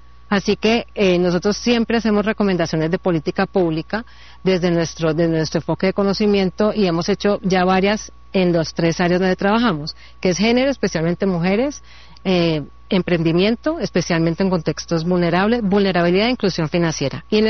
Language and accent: Spanish; Cali, Valle del Cauca, Colombia; moved away as an adult; also born or lived in Madrid, Spain; Yo nací en Cali, soy caleña, y mi padre alemán.